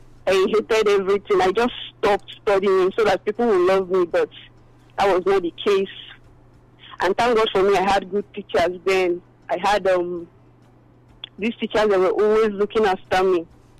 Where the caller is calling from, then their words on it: Port Harcourt, Rivers, Nigeria; I'm from Port Harcourt.